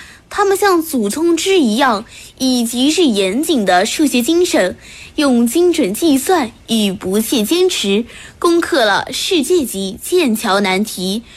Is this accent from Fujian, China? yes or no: yes; Pingtan, Fujian, China; 在我们家乡平潭